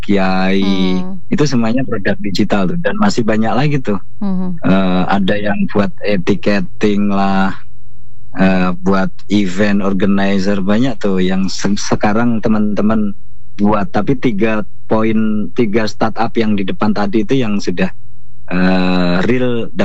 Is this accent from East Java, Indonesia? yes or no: yes; Kediri, East Java, Indonesia; walaupun kita anak Kediri.